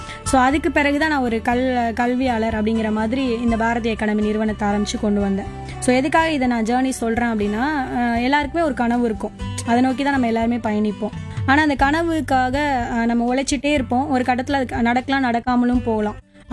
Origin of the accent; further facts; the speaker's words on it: Arittapatti, Tamil Nadu, India; moved away as an adult; என்னுடைய பிறந்த ஊர் நீங்க சொன்ன மாதிரி அரிட்டாபட்டி அப்படின்னு ரொம்பவே ஒரு சின்ன ஒரு கிராமம்.